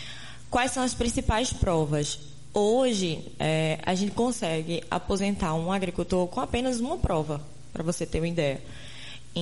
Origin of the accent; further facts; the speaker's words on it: Pedra, Pernambuco, Brazil; born there; also born or lived in Arcoverde; Na verdade, eu nasci em Arco Verde, né? Pedrense é meu pai … E a gente sempre teve uma infância, né, aqui na Pedra.